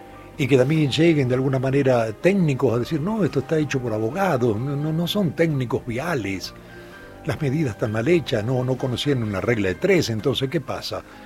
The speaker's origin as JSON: {"language": "Spanish", "country": "Argentina", "said": "Soy argentino."}